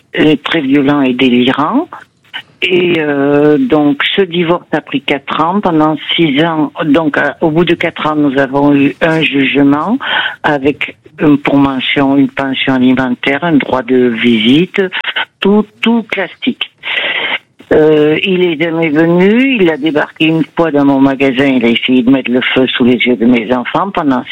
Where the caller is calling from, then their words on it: Nouvelle-Aquitaine, France; je suis de la Gironde.